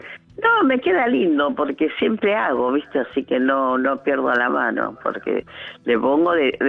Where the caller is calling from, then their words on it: Chaco, Argentina; yo soy del Chaco